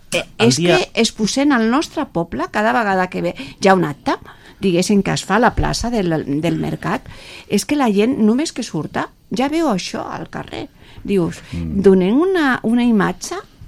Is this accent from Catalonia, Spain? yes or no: yes; Sant Feliu de Llobregat, Catalonia, Spain; el meu poble, que era Sant Feliu de Llobregat en aquell moment, no tenia tantes coses